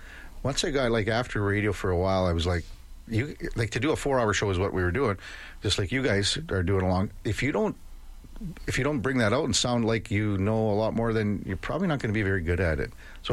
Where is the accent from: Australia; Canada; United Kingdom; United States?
Canada; Melville, Saskatchewan; when I grew up in Melville, Saskatchewan, there was a rec hockey team called the Melville Bombers